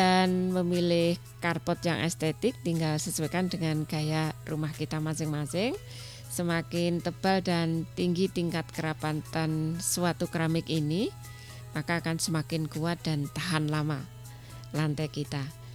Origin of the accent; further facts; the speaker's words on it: Java, Indonesia; saya orang Jawa.